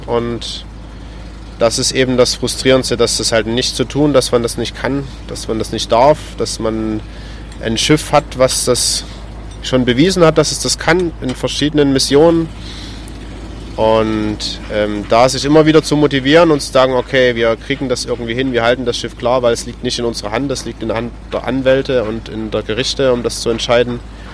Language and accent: German; Dresden, Saxony, Germany; Und dann war es natürlich recht naheliegend, das in einem Verein zu tun, der auch in meiner Heimatstadt, also in dem Fall Dresden, ansässig ist.